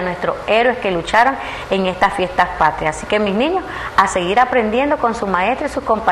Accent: Nicaragua

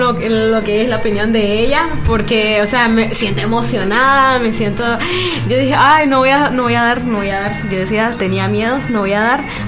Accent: Chinandega, Nicaragua; born there; Yo soy de Chinandega, de la parte central, pero igual crecemos con la radio

